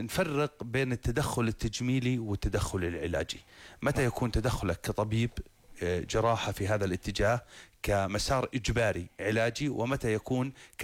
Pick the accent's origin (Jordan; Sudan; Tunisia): Jordan; اطباء رائعين عندنا بالاردن